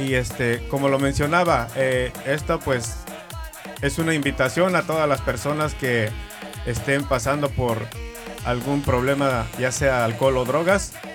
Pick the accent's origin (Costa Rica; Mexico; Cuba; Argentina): Mexico; Toluca, State of Mexico; Yo soy de México, de Toluca